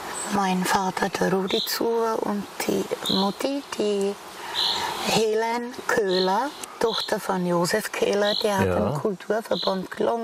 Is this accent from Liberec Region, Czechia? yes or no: no; Aš, Karlovy Vary Region, Czechia; German is a second language; moved away; also born or lived in Marienbad; In Asch, damals war das Krankenhaus in Echerzau.